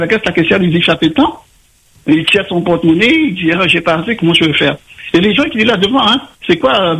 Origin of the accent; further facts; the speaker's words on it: Réunion; moved away as an adult; now in Metropolitan France; Oui, c'est mon île. J'ai quitté La Réunion, j'avais quand même 19 ans.